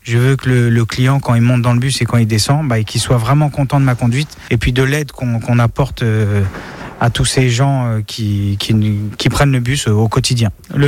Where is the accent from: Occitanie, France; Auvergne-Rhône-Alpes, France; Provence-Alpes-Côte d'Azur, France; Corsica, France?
Auvergne-Rhône-Alpes, France; Thiers; Alors je viens de Thiers